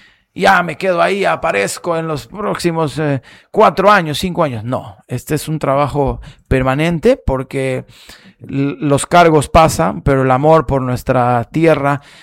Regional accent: Picota, San Martín, Peru; Yo soy natural de Picota.

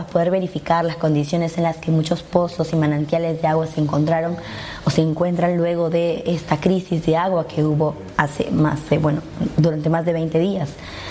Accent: Peru

